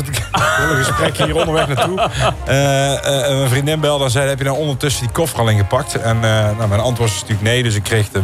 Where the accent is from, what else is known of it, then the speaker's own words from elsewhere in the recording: Oijen, North Brabant, Netherlands; now in Berghem, Netherlands; Ben geboren en getogen in de Ooijen, maar verhuisd naar Berchem.